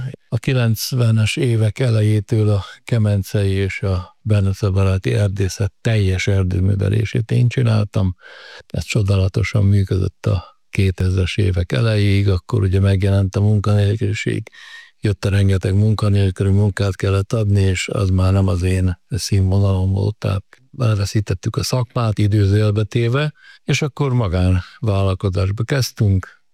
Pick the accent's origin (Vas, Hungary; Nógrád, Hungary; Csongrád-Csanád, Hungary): Nógrád, Hungary; Nagybátony; Hát a Nógrád megyének a keleti végéből származom, nagybátonyi vagyok, a gyerekkoromat az Agyvarónál az erdő közepén töltöttem